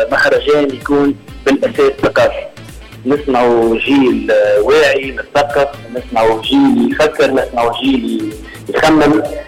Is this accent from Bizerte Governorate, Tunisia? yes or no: yes; Jarzouna, Bizerte Governorate, Tunisia